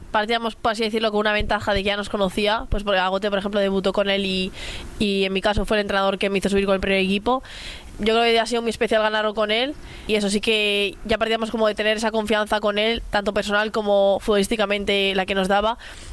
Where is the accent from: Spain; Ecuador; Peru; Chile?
Spain; Bilbao, Basque Country; Sí, yo soy de Deusto, sí.